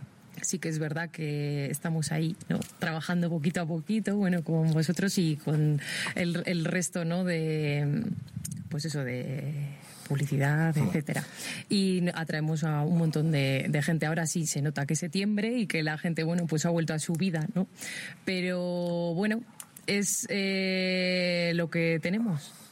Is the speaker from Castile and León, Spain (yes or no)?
yes; Aguilar de Campoo, Castile and León, Spain; Bueno, en mi caso vengo de Aguilar, ¿eh?